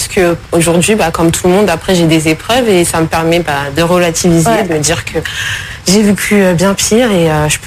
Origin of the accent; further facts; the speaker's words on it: Comoros; Je suis originaire des Comores. Je ne les avais jamais vus.